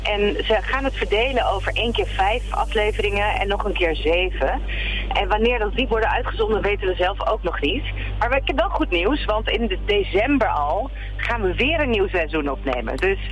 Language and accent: Dutch; Overijssel, Netherlands; dat is toch echt iets waar we als Twentenaar, niet alleen, maar ook echt als Nederlanders echt trots op moeten zijn.